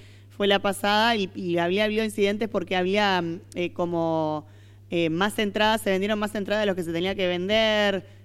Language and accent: Spanish; Argentina; yo obviamente como cualquier argentino quería que se gane